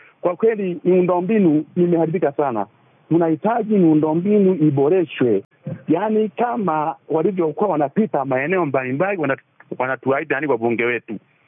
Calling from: Bariadi, Simiyu, Tanzania; natokea kijiji cha Bariadi, Bariadi, Tanzania.

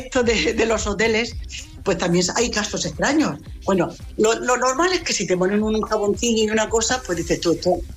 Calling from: Region of Murcia, Spain; somos de Murcia

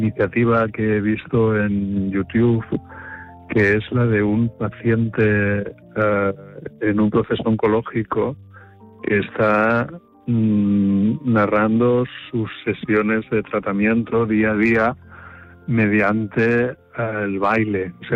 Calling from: Barcelona, Catalonia, Spain; de Barcelona

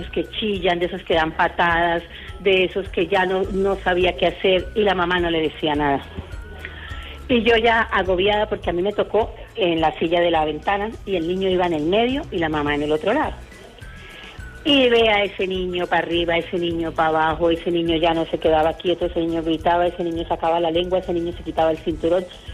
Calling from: Cádiz, Andalusia, Spain; Llamo desde Cádiz.

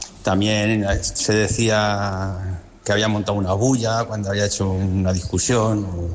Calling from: Madrid, Community of Madrid, Spain; soy de Madrid.

